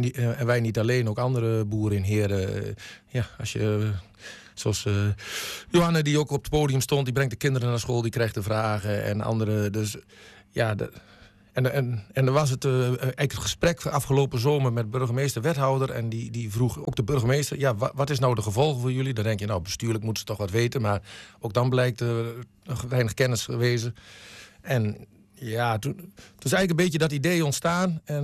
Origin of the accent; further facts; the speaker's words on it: Hoorn, Netherlands; Ik ben geboren aan de Vosbergenweg op de boerderij. Mijn hele leven was altijd buiten met het land en de dieren.